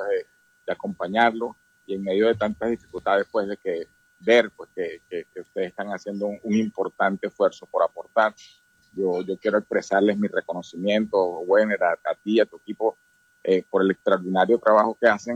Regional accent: Venezuela; como ciudadano común, como venezolano

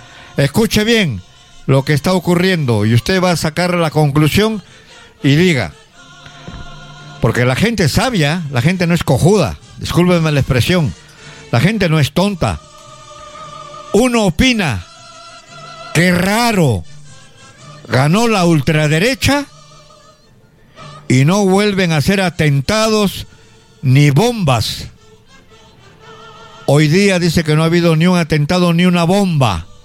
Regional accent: Huánuco, Peru; now in Arequipa, Peru; Yo, por ejemplo, soy huanuqueño, me he casado con una arequipeña

